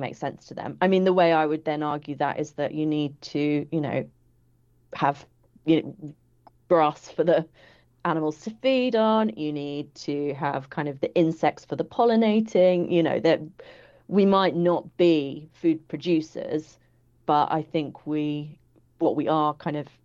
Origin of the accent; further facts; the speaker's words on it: England, United Kingdom; moved away; we're English and we're not local.